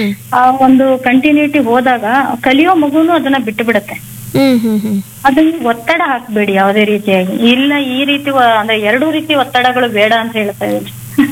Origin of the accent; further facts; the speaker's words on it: Bengaluru, Karnataka, India; also born or lived in Timmapur, Hungund taluk, Bagalkot district; ನಂದು ಮೂಲತಃ ಬಂದು ನನ್ ಬಾಗಲಕೋಟೆ ಜಿಲ್ಲೆಯ ಹನುಗೊಂದ ತಾಲೂಕಿನ ತಿಮ್ಮಾಪುರ ಗ್ರಾಮ ಅಂತ. ನಾನು ಹುಟ್ಟಿದ್ದು ಅಲ್ಲೇ, ನಂತರ ನಾನು ಬೆಳೆದಿದ್ದು, ನನ್ನ ಶಿಕ್ಷಣ ಎಲ್ಲ ಬೆಂಗಳೂರಿನಲ್ಲೇ ಆಗಿತ್ತು.